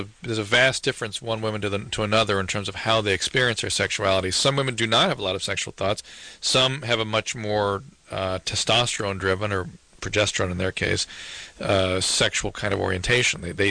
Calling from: Long Beach, California, United States; Long Beach.

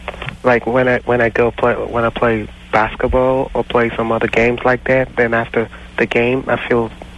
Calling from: Nigeria; I'm Nigeria.

